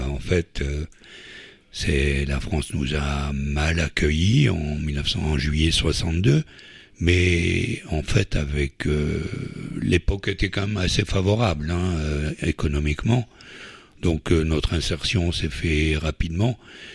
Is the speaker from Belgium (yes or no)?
no; Algeria; moved away; Ben écoutez, je viens d'Algérie, j'ai quitté ce pays en 1962 dans les conditions que nous connaissons.